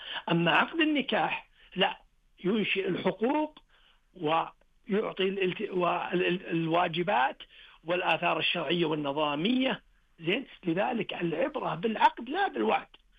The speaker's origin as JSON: {"language": "Arabic", "country": "Saudi Arabia", "said": "طريقة العدول الرقي كمسلمين كعرب كسعوديين"}